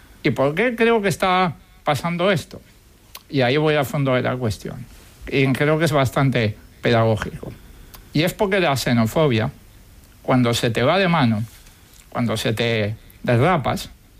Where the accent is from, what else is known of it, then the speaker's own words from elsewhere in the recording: Argentina; born there; Yo nací en Argentina, y en Argentina hay casas de España